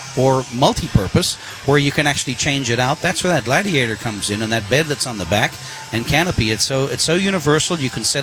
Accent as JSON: {"language": "English", "country": "South Africa", "tie": "born or raised there", "moved": "yes", "said": "I grew up in South Africa"}